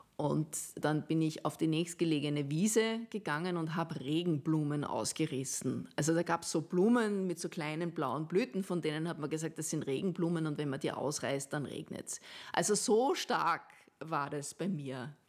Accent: Saalfelden, Salzburg, Austria; Da gab es so neben dem Fußballplatz in Saalfelden im Pinzgau, da wo ich aufgewachsen bin, gab es so ein kleines Fußballfeld

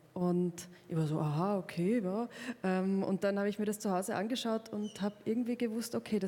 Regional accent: Carinthia, Austria; für mich als Kärntnerin

